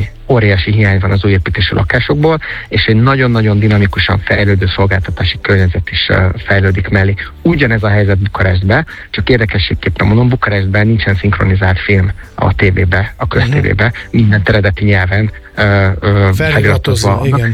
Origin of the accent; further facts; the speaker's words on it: Hungary; nálunk Magyarországon